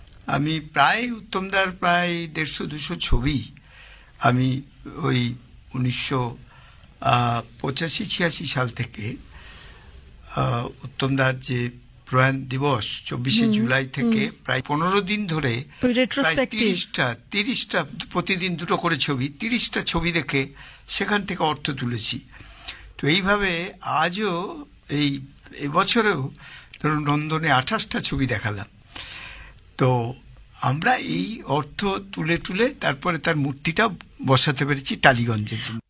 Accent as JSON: {"language": "Bangla", "town": "Baharampur", "region": "West Bengal", "country": "India", "tie": "born or raised there", "said": "আমরাই ছোটবেলায় আমি তো বহরমপুরে থাকতাম"}